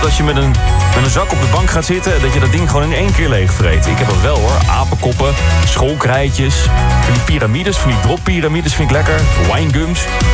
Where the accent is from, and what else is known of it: Netherlands